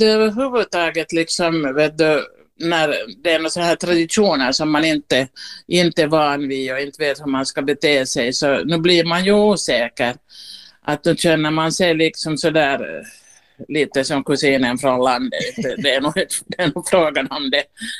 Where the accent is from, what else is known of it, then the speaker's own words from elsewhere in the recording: Vaasa, Ostrobothnia, Finland; Jag är ju hemma från Vasa